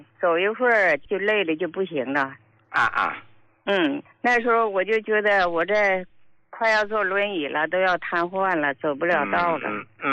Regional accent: Qiqihar, Heilongjiang, China; 我是齐齐哈尔的。

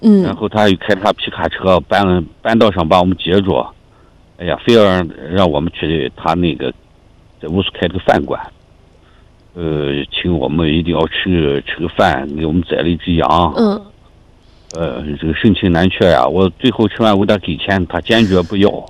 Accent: Xinjiang, China; 因为我们新疆人要显得要好客一点嘛

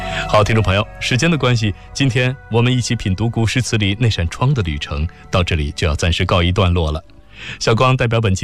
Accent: China; 我们中国人

